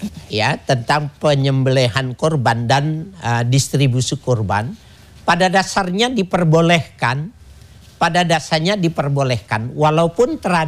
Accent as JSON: {"language": "Indonesian", "town": "Madiun", "region": "East Java", "country": "Indonesia", "tie": "born or raised there", "moved": "yes", "said": "di kampung saya umpamanya di Madiun"}